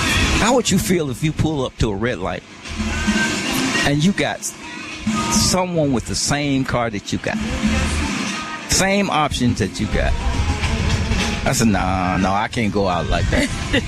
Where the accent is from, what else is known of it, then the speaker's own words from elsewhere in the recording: Tuskegee, Alabama, United States; moved away; I grew up poor. I'm originally from Tuskegee, Alabama.